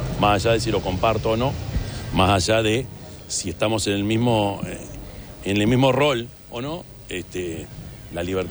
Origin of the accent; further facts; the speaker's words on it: Uruguay; recibían que se juntaran para recibir nuestro mensaje como uruguayos, ya es una señal desde el Uruguay, ¿no?